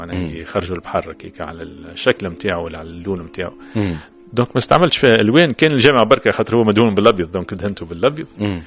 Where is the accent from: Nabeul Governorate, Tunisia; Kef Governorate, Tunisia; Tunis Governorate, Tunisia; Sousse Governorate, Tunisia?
Nabeul Governorate, Tunisia; Kelibia; مدينتي هي قليبيا